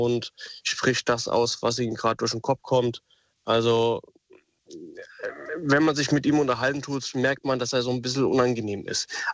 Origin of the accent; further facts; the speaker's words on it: Wiesbaden, Hesse, Germany; Zweite Geschichte natürlich, ich komme aus Wiesbaden, Wilhelmstraße, ist, glaube ich, auch für den einen oder anderen auch bekannt.